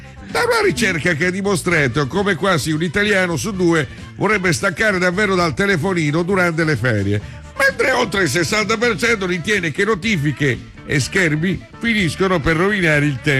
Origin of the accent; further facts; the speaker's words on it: Apulia, Italy; Un po' dalle mie parti